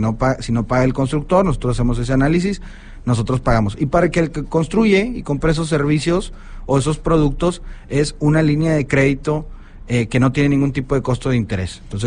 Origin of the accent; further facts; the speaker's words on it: Monterrey, Nuevo León, Mexico; yo soy de aquí de Cumbres de toda la vida, fui a la Universidad Autónoma de Nuevo León, orgulloso